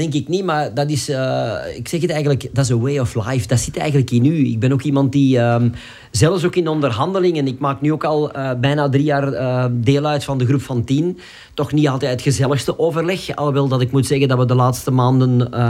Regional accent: Turnhout, Flanders, Belgium; Ja, ik ben van Turnhout afkomstig. Als je vraagt Turnhout is wel bekend van de speelkaarten, maar ook van Soudal.

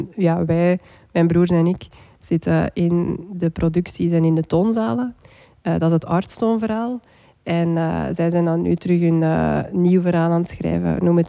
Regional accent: Puurs-Sint-Amands, Flanders, Belgium; wij zijn afkomstig uit Antwerpen, het Lippeloze.

